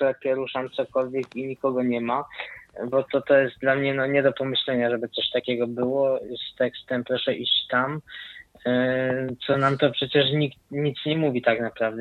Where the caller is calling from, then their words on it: Jaworzno, Silesian Voivodeship, Poland; tutaj u nas w Jaworznie